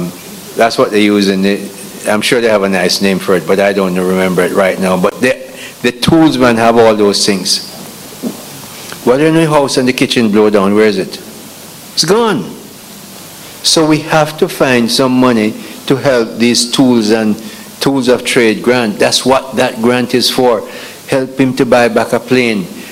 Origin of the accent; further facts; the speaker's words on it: Saint Elizabeth, Jamaica; because I'm from St. Elizabeth